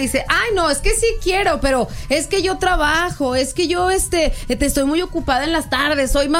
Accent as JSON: {"language": "Spanish", "country": "Mexico", "said": "como mexicanos así somos, ¿no?"}